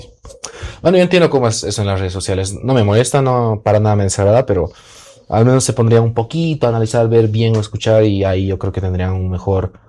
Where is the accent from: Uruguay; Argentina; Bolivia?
Bolivia